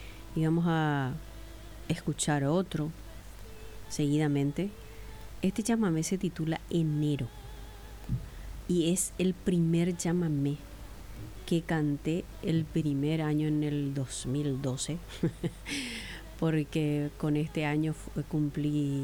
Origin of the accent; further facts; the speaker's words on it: Paraguay; año cumplí 15 años consecutivos de estar en la Fiesta Nacional del Chamamé representando a nuestro país, a nuestra música, a nuestra cultura, en fin, a todo lo que nos representa como paraguayos.